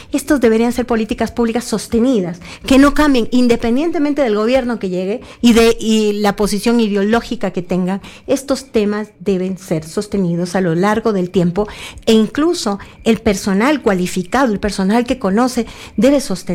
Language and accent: Spanish; Esmeraldas, Ecuador; now in Quito, Ecuador; yo soy de Esmeraldas, vivo ya muchos años acá en Quito, pero yo soy de Esmeraldas